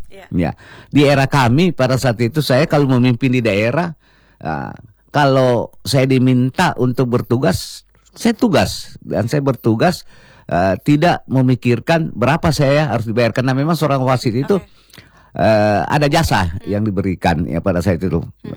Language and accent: Indonesian; Makassar, South Sulawesi, Indonesia; born there; moved away; also born or lived in Kendari; Ya, saya lahir di Kota Makassar dan pada tahun 1972 ya, 72 awal, 71 akhir kalau nggak salah itu kami hijrah dari Makassar ke Kendari karena kebetulan orang tua saya, ibu saya itu orang Kendari ya.